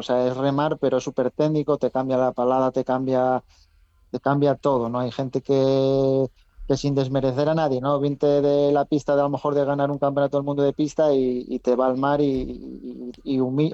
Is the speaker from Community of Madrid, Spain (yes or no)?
no; Ribadesella, Asturias, Spain; yo soy de Ribadesella y entreno en Ribadesella